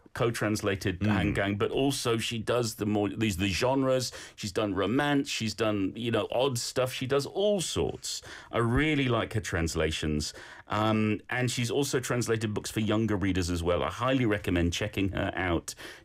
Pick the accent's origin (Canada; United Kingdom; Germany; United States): United Kingdom; I feel like because I'm British, Peter, I feel like a Chanbap Shinsa.